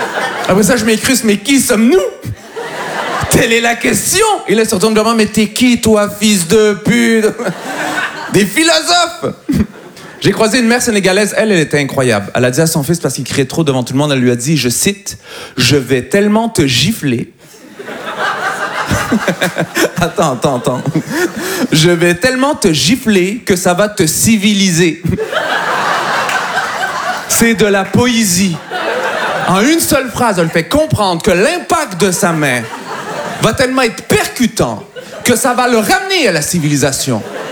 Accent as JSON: {"language": "French", "town": "Montreal", "region": "Quebec", "country": "Canada", "said": "Voilà, je viens de Montréal. Voilà. Ça s'entend, hein?"}